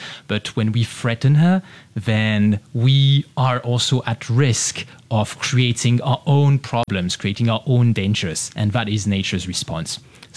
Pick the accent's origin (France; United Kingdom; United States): France; English is a second language; because I am French, but I am from Asian descent.